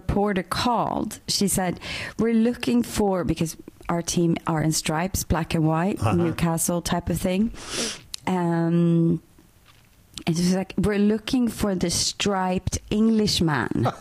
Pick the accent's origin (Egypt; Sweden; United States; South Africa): Sweden; Landskrona, Skåne; now in Pollença, Spain; Landskrona. My hometown.